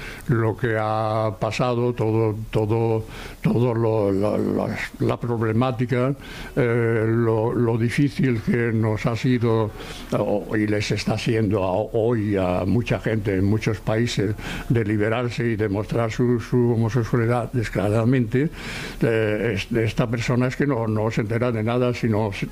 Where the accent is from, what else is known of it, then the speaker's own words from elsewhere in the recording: Seville, Andalusia, Spain; now in Barcelona, Spain; cuando vinimos de Sevilla.